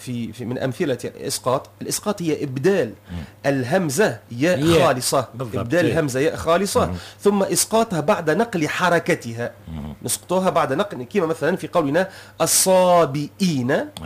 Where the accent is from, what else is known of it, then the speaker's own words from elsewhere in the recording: Tunisia; لكن نافع أقرأ راويين الراوي الأول وهو ورش الراوي الثاني وهو قالو مما اشتهر عندنا في تونس يعني منذ قديم يعني منذ قديم هي رواية ورش